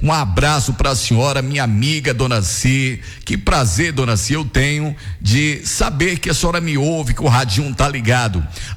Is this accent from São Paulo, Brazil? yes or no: no; Guanambi, Bahia, Brazil; nós somos de Guanabí